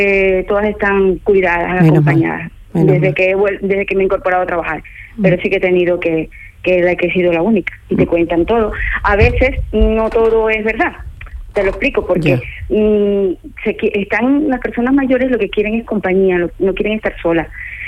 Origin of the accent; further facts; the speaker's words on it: Ecuador; now in Spain; Yo soy ecuatoriana, nacida en Ecuador. Y llevo aquí desde el 2003 en España.